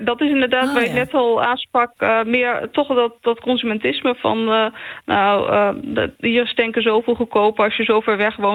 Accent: Wijk bij Duurstede, Utrecht, Netherlands; now in Germany; Ik kom eigenlijk niet uit deze regio. Ik ben geboren in Utrecht en getogen in Wijk bij Duurstede.

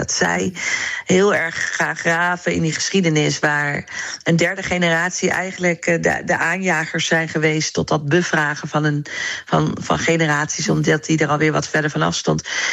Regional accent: Netherlands; Terwijl ik dacht, ik kom toch gewoon uit Nederland. Maar opa en oma kwamen dan ergens anders vandaan.

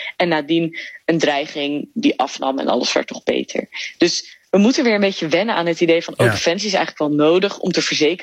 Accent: Netherlands; now in Belgium; Ik ben opgegroeid in Nederland en dus dan is dat wel gemakkelijk of zo.

